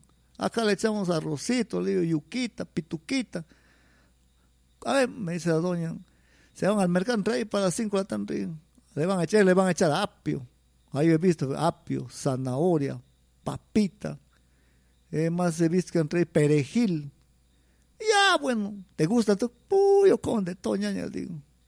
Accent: Chazuta, San Martín, Peru; somos peruanos, lo agregamos Perú. Desde el departamento de San Martín, provincia de Lama, Chasuta, Perú.

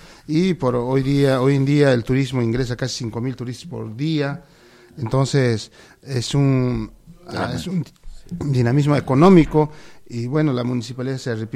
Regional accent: Maras, Cusco, Peru; mi pueblo de Maras, ¿no? Tampoco no quiero decir de que estamos fuera de todo. Igual es un distrito rural que tenemos, somos más de 8.000 habitantes en Maras

